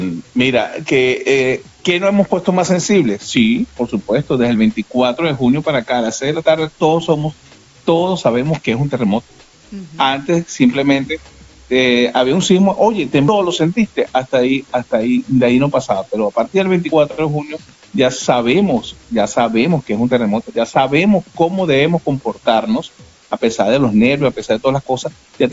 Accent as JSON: {"language": "Spanish", "country": "Venezuela", "said": "en Venezuela hay sismo todos los días"}